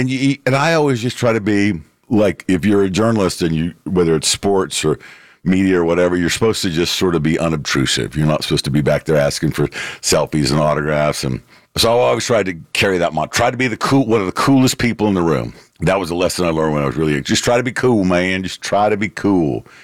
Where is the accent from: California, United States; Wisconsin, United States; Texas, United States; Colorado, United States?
Texas, United States; Houston; I've raised my family here in my hometown, Space City, USA